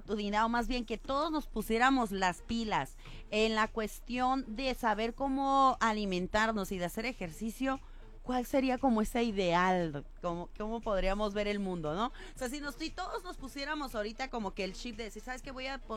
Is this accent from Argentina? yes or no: no; Mexico; nosotros como mexicanos